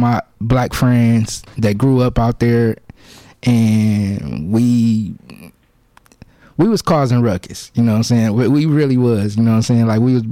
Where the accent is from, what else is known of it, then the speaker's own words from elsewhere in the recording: Milwaukee, Wisconsin, United States; I really say growing up in Milwaukee, it was just like, I say like any other kid in the urban Milwaukee area